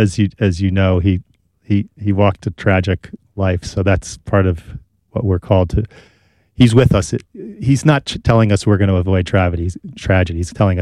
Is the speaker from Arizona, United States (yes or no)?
no; New Jersey, United States; I grew up in New Jersey. I worked in New York at the time.